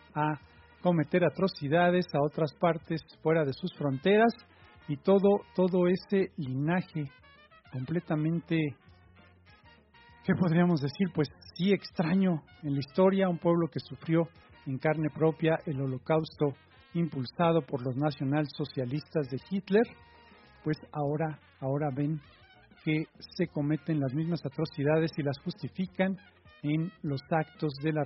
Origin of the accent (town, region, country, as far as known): Mexico